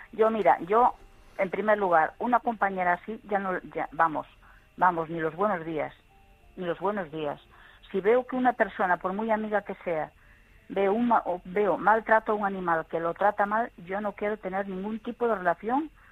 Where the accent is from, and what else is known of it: La Lanzada, Galicia, Spain